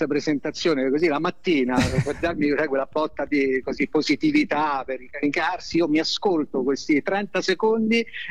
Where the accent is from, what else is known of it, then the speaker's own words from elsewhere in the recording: Rome, Lazio, Italy; io sono romano, vivo a Roma